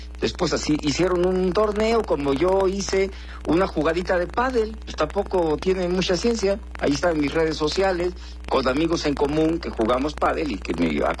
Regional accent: Guerrero, Mexico; como yo soy guerrero, de Guerrero

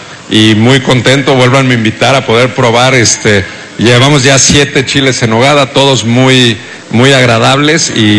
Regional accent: Puebla, Mexico; este es un platillo que se merece este y todos los concursos que podamos organizar como poblanos.

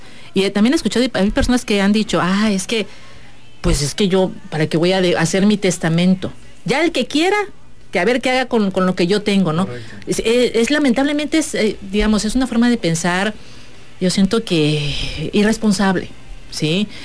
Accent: Mexico

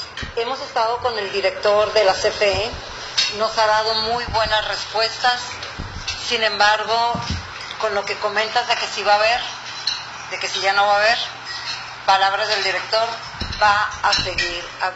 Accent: Mexicali, Baja California, Mexico; Es un tema que nos preocupa a todos los que somos de Mexicali

